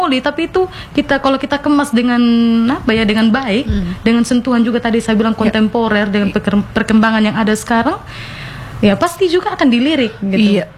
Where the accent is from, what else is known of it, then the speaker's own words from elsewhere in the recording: East Nusa Tenggara, Indonesia; perempuan Sumba luar biasa, dan kita sebagai orang Sumba, sesama Sumba tuh patut kita banggakan sih, Kak.